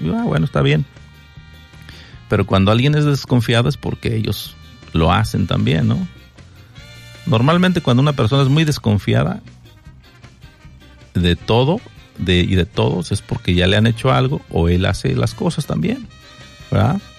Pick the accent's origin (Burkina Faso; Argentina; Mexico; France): Mexico